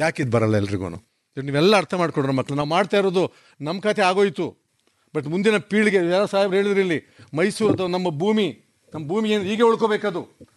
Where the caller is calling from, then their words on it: Mandya, Karnataka, India; ನಮ್ಮ ಮಂಡ್ಯದ B S engineering college ಇದೆ